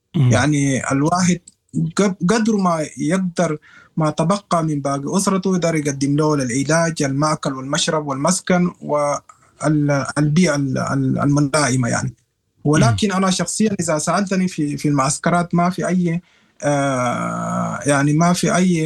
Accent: Sudan; وأنا سوداني يعني أعرف لغتهم تماما

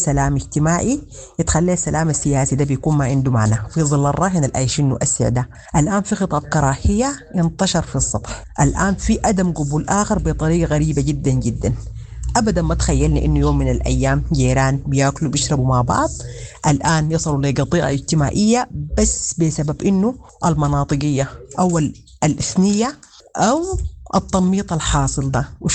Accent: Sudan; إحنا كشعب سوداني

